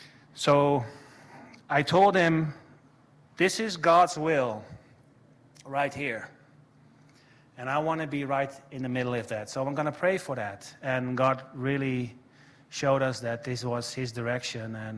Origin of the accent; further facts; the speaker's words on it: Netherlands; moved away; I'm from the Netherlands.